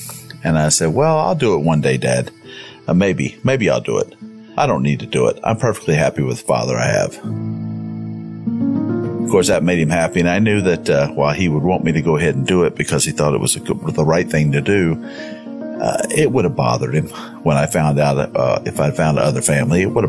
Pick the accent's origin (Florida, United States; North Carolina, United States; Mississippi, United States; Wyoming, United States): North Carolina, United States; Concord; And I was raised in Concord, North Carolina, which is in Cabarrus County in the beautiful heart of North Carolina in the Piedmont region.